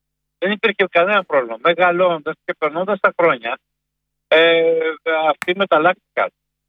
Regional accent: Thebes, Central Greece, Greece; now in Larissa, Greece; Εγώ ζω στη Λάρισα, αλλά μεγάλωσα στη Θήβα.

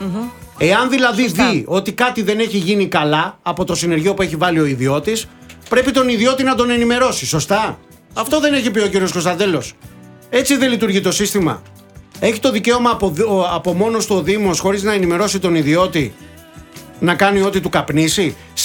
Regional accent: Molaoi, Peloponnese, Greece; moved away; εκεί κάτω στα μέρη μου.

